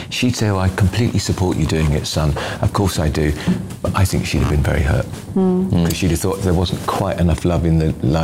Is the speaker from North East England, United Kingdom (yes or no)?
no; Bristol, South West England, United Kingdom; born there; also born or lived in Cheltenham, United Kingdom; And yet she had me in Bristol. So she was, I was born in Bristol, put in a home in Cheltenham.